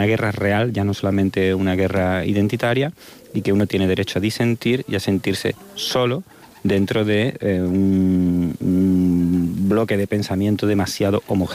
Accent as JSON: {"language": "Spanish", "region": "Andalusia", "country": "Spain", "said": "a mí no me gustaría nada que como andaluz se utilizase mi literatura o mi poesía como una seña de identidad andaluza."}